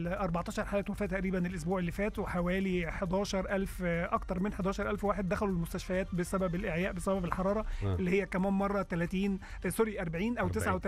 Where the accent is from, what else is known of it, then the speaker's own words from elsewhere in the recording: Egypt; عندنا في مصر